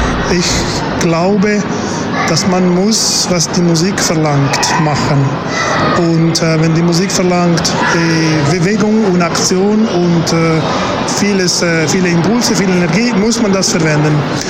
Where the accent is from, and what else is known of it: Argentina; now in France